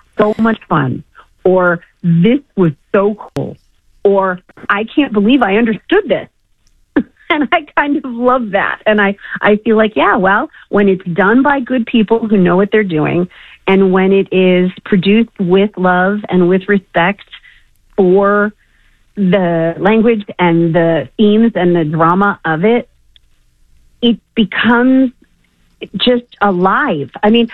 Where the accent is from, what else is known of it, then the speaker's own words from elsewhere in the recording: Chicago, Illinois, United States; I'm actually from Chicago, but I was an actor at the Hilberry.